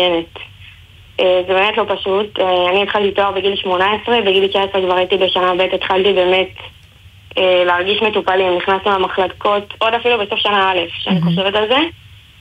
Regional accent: Ashdod, Southern District, Israel; אני מאשדוד, אנחנו בסניף אשדוד עובדים

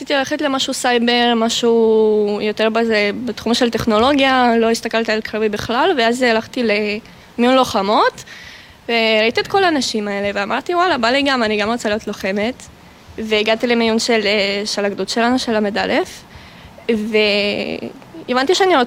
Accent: Saint Petersburg, Russia; Hebrew is a second language; now in Israel; כן, עליתי מרוסיה מסנקט פטרבורג, שזה עיר מאוד מאוד יפה.

